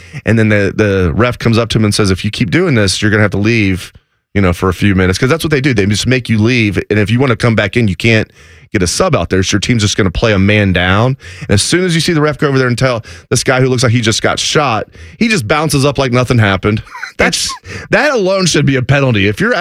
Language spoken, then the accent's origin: English; United States; as an American fan